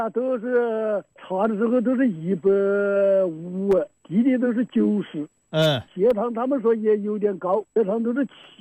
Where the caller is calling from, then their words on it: China; 我们是武山农场。